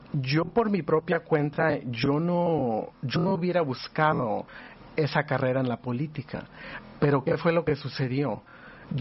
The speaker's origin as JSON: {"language": "Spanish", "town": "Los Angeles", "region": "California", "country": "United States", "tie": "born or raised there", "said": "crecí en Los Ángeles"}